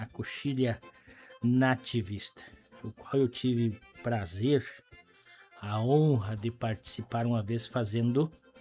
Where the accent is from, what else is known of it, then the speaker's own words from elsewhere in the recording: Cruz Alta, Rio Grande do Sul, Brazil; now in Santa Bárbara do Sul, Brazil; Como eu sou de Cruz Alta, né, tchê?